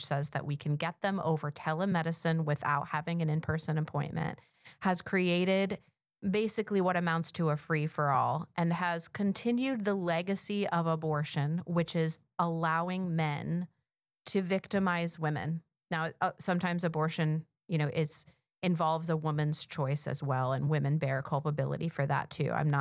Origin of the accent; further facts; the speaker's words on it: Ohio, United States; I do want to ask if you've seen this news from my home state.